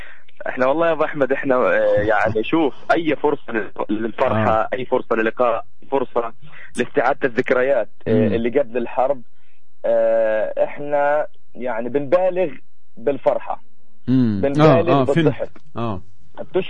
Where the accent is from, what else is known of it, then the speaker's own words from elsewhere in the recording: Gaza Strip, Palestine; زي كل يوم في شهداء عندنا في غزه